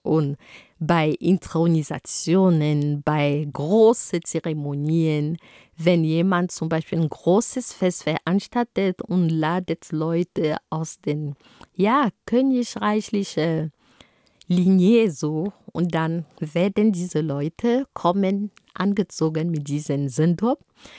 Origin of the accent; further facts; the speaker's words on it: Cameroon; German is a second language; Und wo ich herkomme, in Kamerun, da haben wir eine besondere Art und Weise, uns anzuziehen.